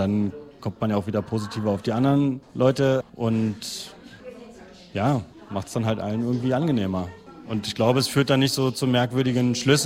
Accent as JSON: {"language": "German", "region": "Berlin", "country": "Germany", "lives_now": "Halle, Germany", "said": "also ich komme eigentlich aus Berlin und kam zum Studium eben nach Halle an die Burg und jetzt bin ich hier."}